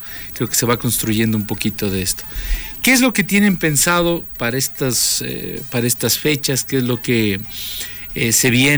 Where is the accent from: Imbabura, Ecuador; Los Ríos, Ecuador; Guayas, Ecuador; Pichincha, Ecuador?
Pichincha, Ecuador; en mi pueblito, allá en el Tingo